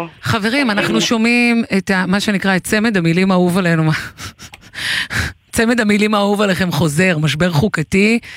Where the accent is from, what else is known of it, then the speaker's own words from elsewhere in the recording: Ginosar, Northern District, Israel; born there; נולדתי בגנוסר, יש לי אהבה מאוד גדולה לכנרת.